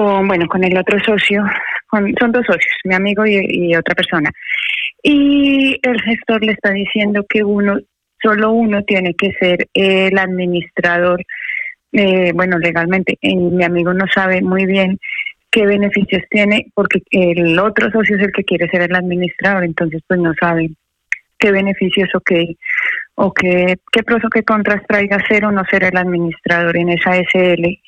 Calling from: Madrid, Community of Madrid, Spain; Hola, buenos días, con … de Madrid.

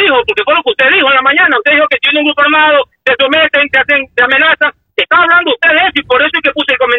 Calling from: Ecuador; Yo soy ecuatoriano.

